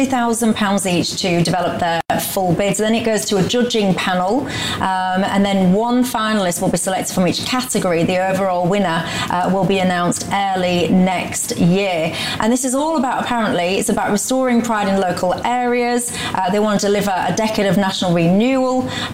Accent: Hull, Yorkshire and the Humber, United Kingdom; if any fellow Hullensians are watching and listening. It never, when I think about my hometown, I never would have really have looked at it and gone, wow, it's so cultured.

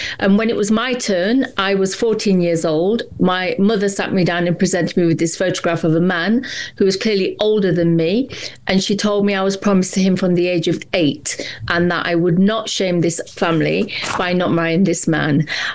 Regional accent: England, United Kingdom; I was born in Britain. I'm one of seven sisters. My parents were Indian, Sikh, and we went to school here in England

